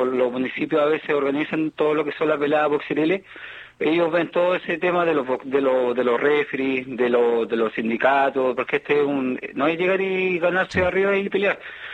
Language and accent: Spanish; Linares, Maule, Chile; lo hago por Linares, lo hago por mi tierra y mi pueblo.